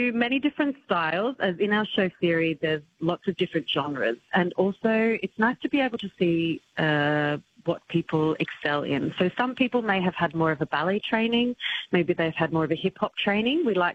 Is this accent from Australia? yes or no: yes; Australia; accent: Australian; now in France; No, still kept my accent, yes. I will. I work with a lot of Australians, so we can keep that going.